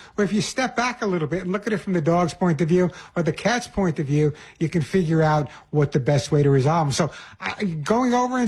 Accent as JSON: {"language": "English", "region": "New York", "country": "United States", "said": "Oh, I'm such a New Yorker. I'm such a New Yorker."}